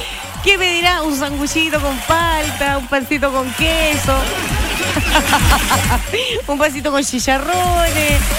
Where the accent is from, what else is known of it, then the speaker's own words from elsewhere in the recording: Osorno, Los Lagos, Chile; todos los osorninos somos responsables